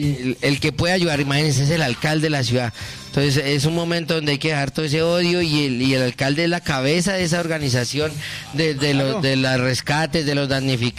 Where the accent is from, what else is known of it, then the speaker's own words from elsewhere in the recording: Colombia; Que hoy nos unamos como colombianos